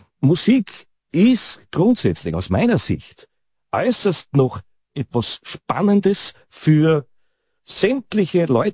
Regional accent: Eisenerz, Styria, Austria; ich bin in Eisenerz aufgewachsen

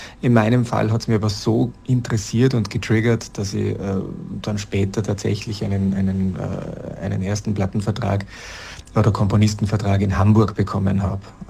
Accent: Rauris Valley, Salzburg, Austria; moved away; aufgewachsen im Raurisertal.

